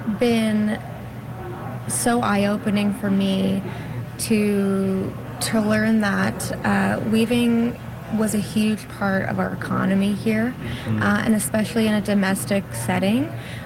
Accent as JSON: {"language": "English", "region": "Newfoundland and Labrador", "country": "Canada", "also_born_or_lived": "Alberta", "said": "I actually went to school for apparel and costume cutting in Alberta. I am from Newfoundland."}